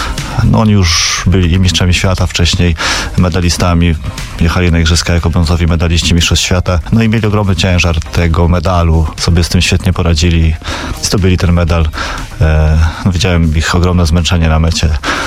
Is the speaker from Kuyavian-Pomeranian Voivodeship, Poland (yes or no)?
yes; Toruń, Kuyavian-Pomeranian Voivodeship, Poland; Ja wychowałem się na Skarpie.